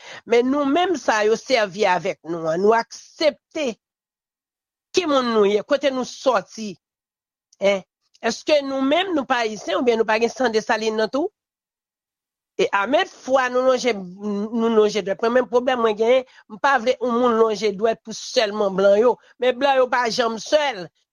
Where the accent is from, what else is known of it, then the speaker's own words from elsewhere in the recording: Haiti; Et moi même en tant que haïtien